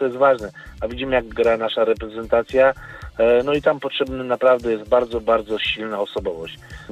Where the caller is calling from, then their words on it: Tczew, Pomeranian Voivodeship, Poland; stały słuchacz z Czteba.